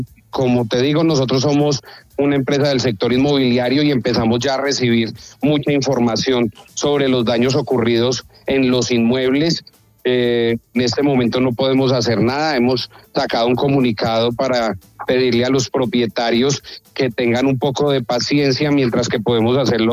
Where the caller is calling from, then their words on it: Pereira, Risaralda, Colombia; yo me encuentro en la ciudad de Pereira.